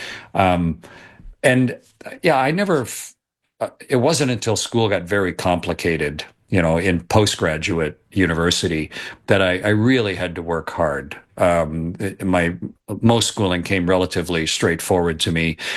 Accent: Canada; I'm Canadian, and I went to a good school system. I'm lucky to have grown up in a country with a good, pretty much universal school system.

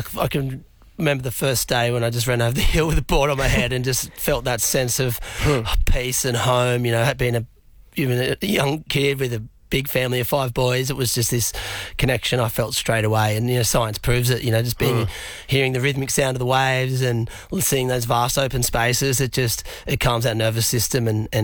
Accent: Sydney, New South Wales, Australia; I'm a Cronulla boy. It's on through. My dad was a long-term local and surfer. I've grown up there.

